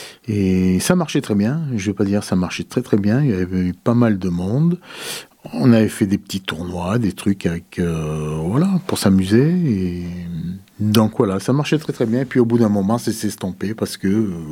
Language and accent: French; Auvergne-Rhône-Alpes, France; Donc dans le Diwa, j'ai grandi dans le Diwa. Donc j'ai fait les études à Die.